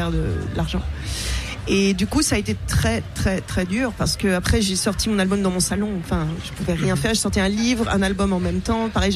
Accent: France; born there; moved away as an adult; also born or lived in London; now in Paris, France; je suis née en France, mais en fait à 20 ans, qui a besoin de tournage, je suis partie parce qu'à l'époque il n'y avait pas le Brexit en Angleterre, et j'ai pris mes valises et des instruments, et on est parti à deux avec … voiture à Londres, et on y a vécu 13 ans.

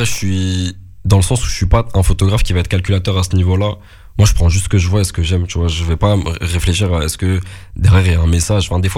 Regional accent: Morocco; moi-même je suis marocain

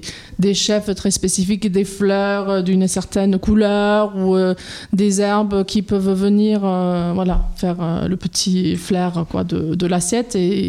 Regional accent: England, United Kingdom; French is a second language; now in Toulouse, France

